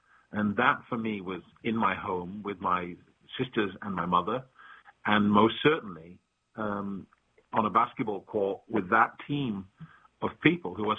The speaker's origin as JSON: {"language": "English", "town": "Stockport", "region": "North West England", "country": "United Kingdom", "said": "Dear coach, insert name here … I'm from Stockport, England. I'm 6'9\" and black."}